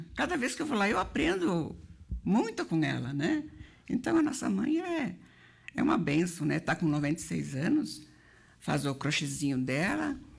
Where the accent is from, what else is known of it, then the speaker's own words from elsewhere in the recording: Marau, Rio Grande do Sul, Brazil; born there; Ah, eu nasci lá na linha 18 Roso. Naquele tempo era o distrito de Vila Maria, que pertencia ao município de Marau, né?